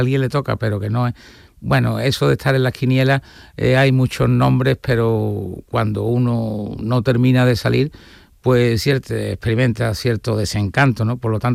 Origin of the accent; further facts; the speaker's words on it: Seville, Andalusia, Spain; soy sevillano, vivo mucho la Semana Santa, disfruto mucho la Semana Santa, soy creyente